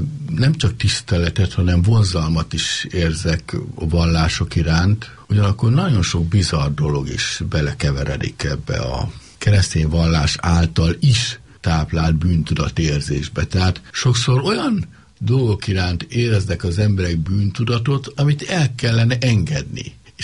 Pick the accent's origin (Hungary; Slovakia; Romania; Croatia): Hungary; Nyíregyháza, Szabolcs-Szatmár-Bereg; Nyárliget többé-kevésbé hasonlít Nyíregyházára, a szülővárosomra.